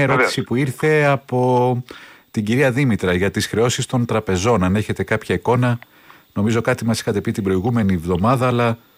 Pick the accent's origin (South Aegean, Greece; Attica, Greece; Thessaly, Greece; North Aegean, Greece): South Aegean, Greece; Naxos; είναι το νησί μου